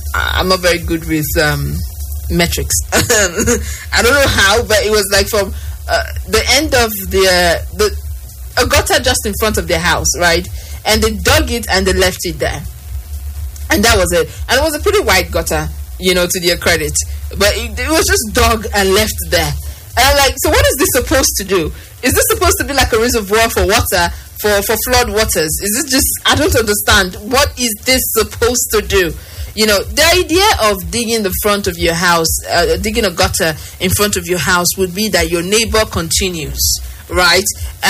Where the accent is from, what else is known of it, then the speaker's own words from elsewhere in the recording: Lagos, Nigeria; my experience in Lagos, where I grew up in Lagos